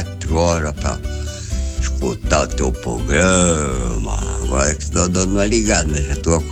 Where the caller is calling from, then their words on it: Brazil; da Nova Esperança.